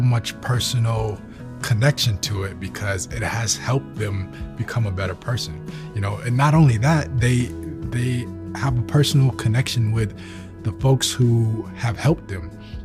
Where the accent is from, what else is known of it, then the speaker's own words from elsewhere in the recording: Syracuse, New York, United States; I'm from Syracuse and in a stage of my life where I have kids